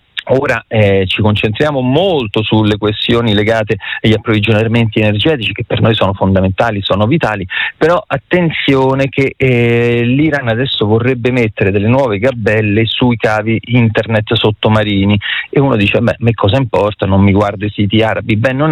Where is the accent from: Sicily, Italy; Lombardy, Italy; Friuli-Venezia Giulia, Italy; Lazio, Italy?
Lazio, Italy; Rome